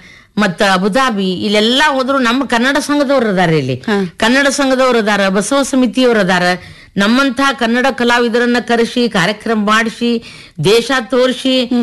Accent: Sindagi, Karnataka, India; ಬೆಂಗಳೂರಾಗ ನೋಡ್ರಿ ಮೇಡಮ್, ಈ ಎಲ್ಲಾ ಮಂದಿ ಬಂದು ಬೆಂಗಳೂರದಾಗ ಸೆಟ್ಲ್ ಆಗ್ಬಿಟ್ಟಾರ. ನಮ್ಮ ಸಿಂದಗಿ, ನಮ್ಮ ವಿಜಾಪುರ ಜಿಲ್ಲೆ ಸಿಂದಗಿಯವ್ರು ನಾವು.

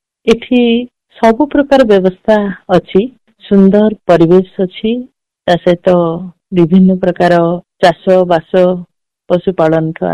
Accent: Semala, Odisha, India; ମୋ ଗାଁ ହଉଛି ସେମଳା, ନବରଙ୍ଗପୁର ଜିଲ୍ଲା ପାପଡ଼ାହାଣ୍ଡି ବ୍ଲକ ସେମଳା ପଞ୍ଚାୟତ।

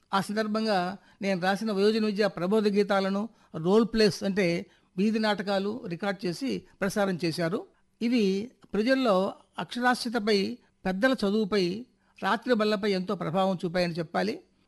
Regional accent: Bommalapuram, Andhra Pradesh, India; నేను మా స్వగ్రామం బొమ్మలాపురంలో ఉండగా

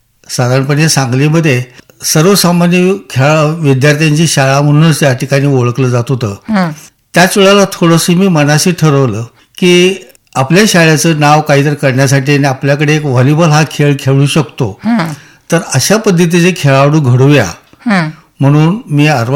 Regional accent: Kini, Maharashtra, India; माझं मूळ गाव किणी आहे.

